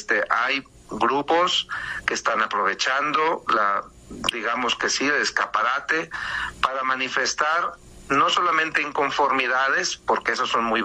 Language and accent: Spanish; Mexico; creo que como mexicanos tenemos que pues amar a nuestro país, ¿no?